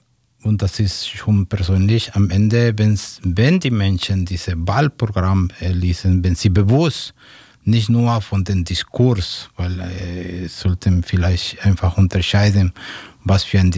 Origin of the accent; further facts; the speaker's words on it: Mexico; German is a second language; moved away as an adult; now in Leipzig, Germany; ich komme aus Mexiko. Ich wohne in Leipzig seit ein paar Jahren